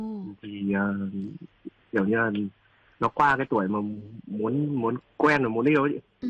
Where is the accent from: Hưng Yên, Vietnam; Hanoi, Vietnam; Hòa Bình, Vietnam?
Hanoi, Vietnam; Phú Xuyên; Em quê gốc là ở dưới Phú Xuyên, Hà Nội, Phú Xuyên cũ.